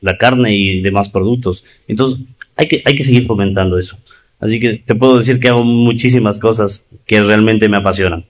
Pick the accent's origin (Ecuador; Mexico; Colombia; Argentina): Ecuador; Píllaro, Tungurahua; born there; moved away; also born or lived in Quito; la vida me trajo de nuevo a mi tierra, a mi lugar, a Píllaro